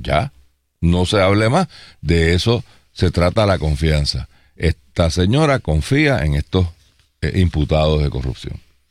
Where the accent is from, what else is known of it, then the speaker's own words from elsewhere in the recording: Puerto Rico; En nuestro país hay una presunción de culpabilidad en el foro político